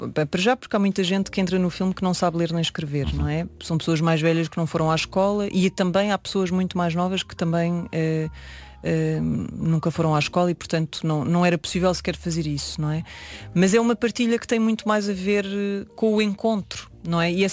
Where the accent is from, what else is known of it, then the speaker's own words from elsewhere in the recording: Alentejo, Portugal; eu como eu sou alentejana